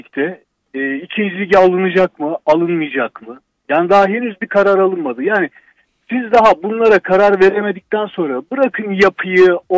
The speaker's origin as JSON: {"language": "Turkish", "region": "Zonguldak", "country": "Turkey", "said": "Ben Zonguldaklıyım."}